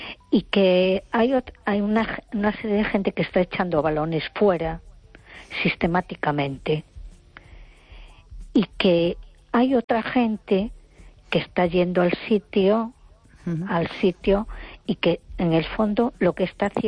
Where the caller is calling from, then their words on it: A Coruña, Galicia, Spain; de Coruña.